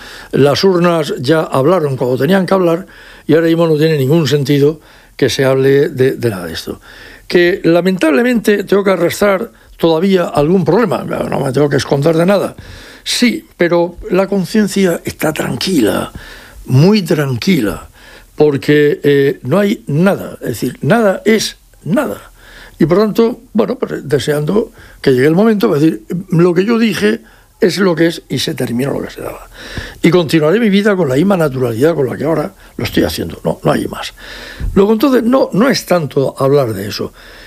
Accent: Region of Murcia, Spain; Esto es lo que a mí me preocupa como español y como murciano también.

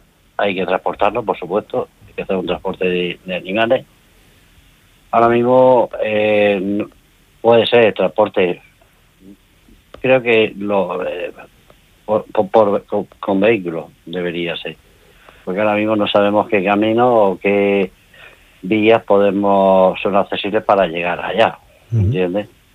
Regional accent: Andalusia, Spain; now in Region of Murcia, Spain

